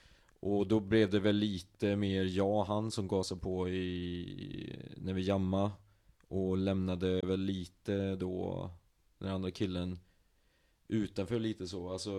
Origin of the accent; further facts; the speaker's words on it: Arvika, Värmland, Sweden; det är mycket på grund av att vi kommer från Arvika liksom